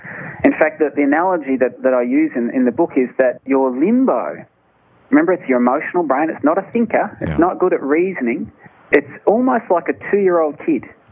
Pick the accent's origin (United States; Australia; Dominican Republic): Australia; But I call it, because I'm a simple man, I call it, because I'm Australian, yes. I'm a simple Australian man